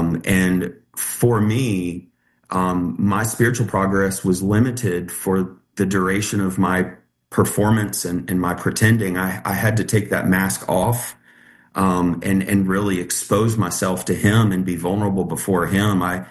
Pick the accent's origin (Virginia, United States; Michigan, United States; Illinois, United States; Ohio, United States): Virginia, United States; Richmond; now in Southwest Virginia, United States; So I moved here from Richmond, Virginia, about a week after my high school graduation, with my mom and my dad and my daughter, who I had when I was 16.